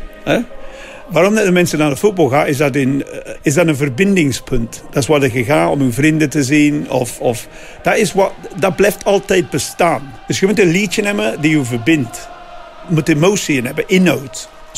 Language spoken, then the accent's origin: Dutch; Bristol, South West England, United Kingdom; born there; Dutch is a second language; moved away; Dat is van waar ik geboren ben, hè? Bristol, Bristol Rovers. Maar ik ben van de arme kant van Bristol, de noorden kant, de working class area.